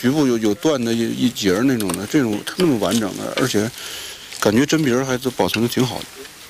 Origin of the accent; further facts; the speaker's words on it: China; born there; now in Xinjiang, China; 我们老家在内地嘛